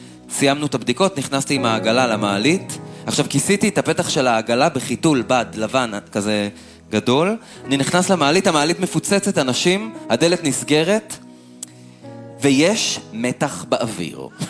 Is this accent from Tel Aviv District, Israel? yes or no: no; Afula, Northern District, Israel; אני גדלתי כמו בשבט באפולה, כמו באיזה קומונה כזאת